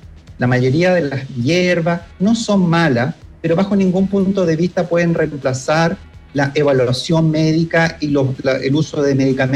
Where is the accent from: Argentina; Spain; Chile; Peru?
Chile